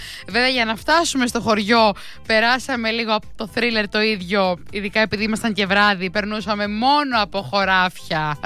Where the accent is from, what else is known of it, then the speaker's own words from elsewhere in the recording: Chalkida, Central Greece, Greece; Είναι σαν να λέω εγώ ότι, ότι είμαι από τη Χαλκίδα και μένω στη Χαλκίδα.